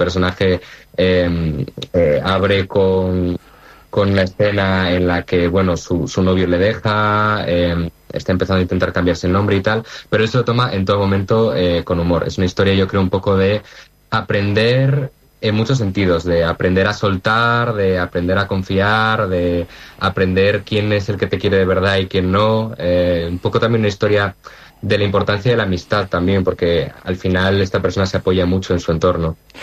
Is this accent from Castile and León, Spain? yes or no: yes; Ponferrada, Castile and León, Spain; moved away as an adult; now in Madrid, Spain; yo soy nativo de Ponferrada y nací allí. Y he vivido toda mi vida ahí prácticamente hasta que, bueno, me he tenido que ir a estudiar fuera. Y ahora mismo resido en Madrid un poco por eso. Acabé los estudios aquí en Madrid y aquí me he quedado de momento donde encuentro trabajo, digamos.